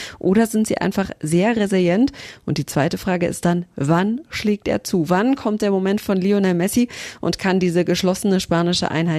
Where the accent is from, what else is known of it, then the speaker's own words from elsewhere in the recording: Germany; Habe ich gesagt, aus Deutschland